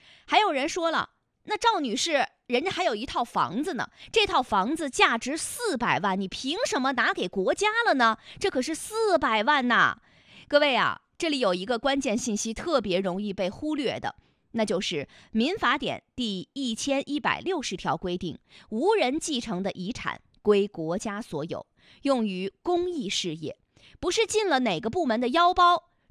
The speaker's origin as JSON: {"language": "Chinese", "country": "China"}